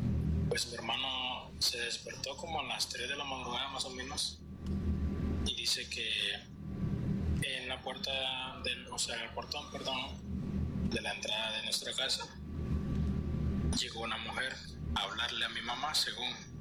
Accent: Cortés, Honduras; Soy de Honduras, del departamento de Cortés.

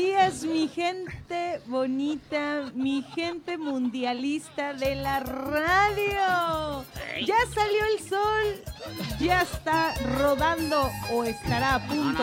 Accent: Mexico

